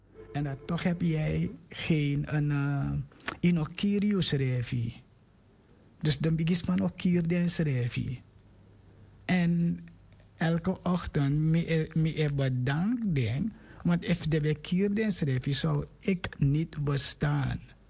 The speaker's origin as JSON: {"language": "Dutch", "country": "Suriname", "tie": "born there"}